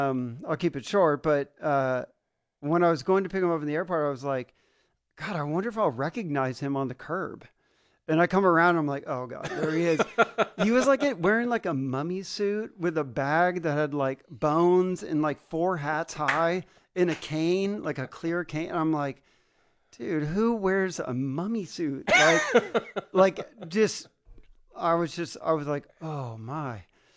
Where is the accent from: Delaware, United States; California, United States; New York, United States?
California, United States; Yeah, I'm basically from the Bay Area, San Francisco, Palo Alto, Santa Cruz, Redwood City.